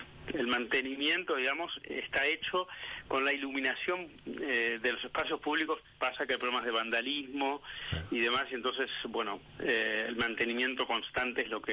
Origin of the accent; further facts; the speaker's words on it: Uruguay; Soy uruguayo.